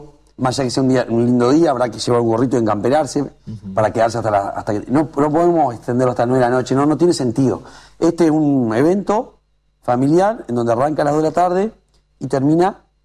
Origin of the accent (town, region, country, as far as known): Argentina